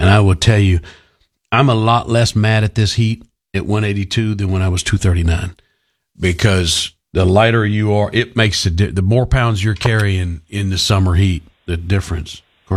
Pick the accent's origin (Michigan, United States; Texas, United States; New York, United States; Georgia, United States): Texas, United States